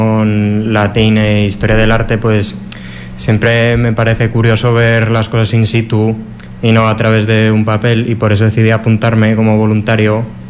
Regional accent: Sádaba, Aragon, Spain; porque soy de Sadaba

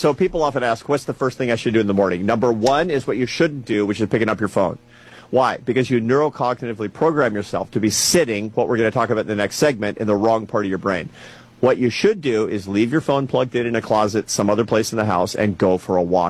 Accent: United States; And, of course, I'm an American, so I'm optimistic that we will figure this out.

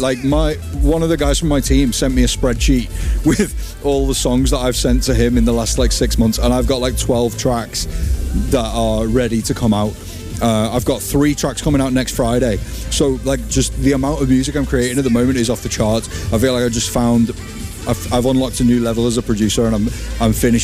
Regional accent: England, United Kingdom; And I'm from England, so I don't really like the sun.

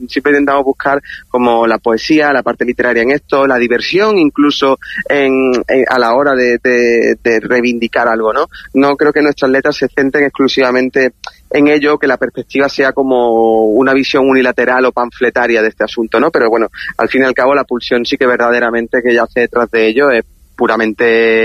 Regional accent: Málaga, Andalusia, Spain; somos todos de Málaga capital

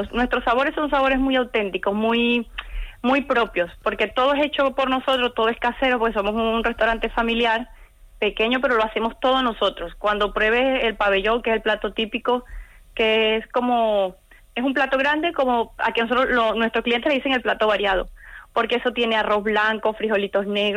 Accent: Venezuela

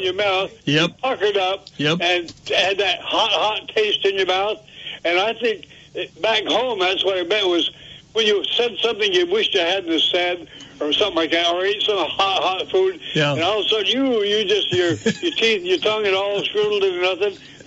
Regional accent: Granville, Vermont, United States; moved away; back home, I grew up in Granville, Vermont.

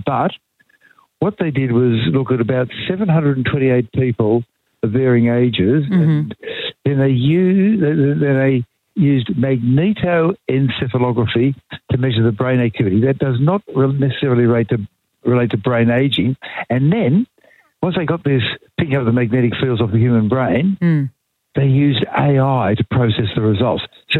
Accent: Wollongong, New South Wales, Australia; I was able to speak a bunch of languages when I was a kid. Right. And that was growing up in Wollongong.

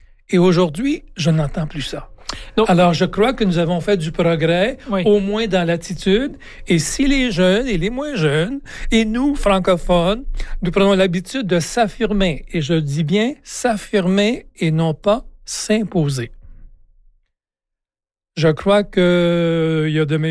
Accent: Quebec, Canada; moved away as an adult; now in Oyster Bed Bridge, Canada; j'ai commencé ma carrière ici à Lille en 1980. Je suis originaire du Québec et j'ai commencé et j'ai terminé ma carrière ici.

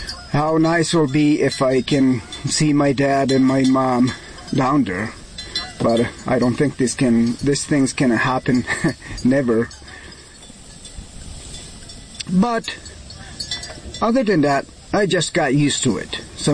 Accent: Huancayo, Junín, Peru; now in United States; I am from Huancayo, Peru, and I work as a sheep herder in the United States.

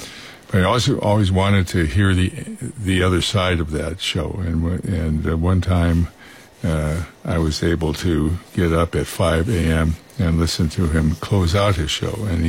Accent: Chicago, Illinois, United States; When I was growing up in Chicago back in the 50s, I was about 10 years old, about 1955 or so

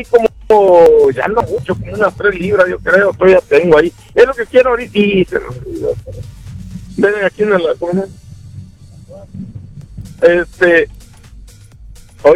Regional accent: Villaflores, Chiapas, Mexico; Ah, yo soy de la Frailesca, viejo. Ya mero de la... De donde se da el maíz y el frijol. Yo soy de mero Villaflores, viejo.

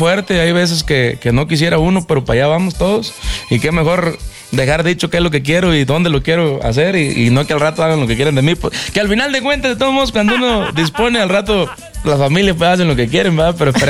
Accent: La Caldera, Guerrero, Mexico; nosotros venimos de Tierra Caliente, La Caldera, Guerrero, para ser exactos. Tierra Caliente es entre medio Michoacán, Estado de México y Guerrero.

